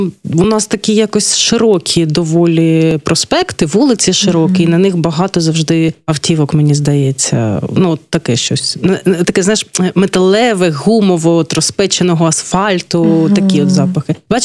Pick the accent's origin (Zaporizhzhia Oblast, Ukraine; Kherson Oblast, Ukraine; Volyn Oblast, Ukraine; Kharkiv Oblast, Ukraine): Kharkiv Oblast, Ukraine; Kharkiv; Тобто тато, виходить, в другому поколінні харків'янин, мама в першому, ну, а я не знаю, в якому я.